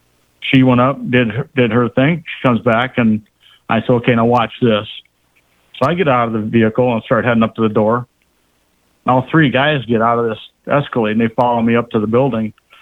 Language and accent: English; Rockford, Illinois, United States